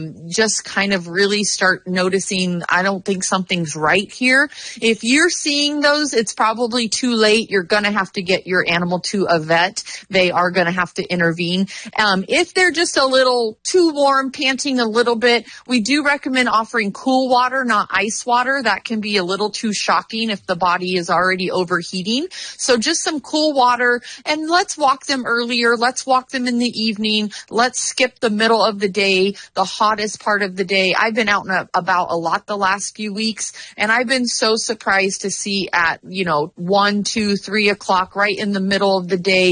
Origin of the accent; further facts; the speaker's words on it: the Valley, California, United States; moved away; I am a Valley girl at heart. I did. Born and raised in the Valley.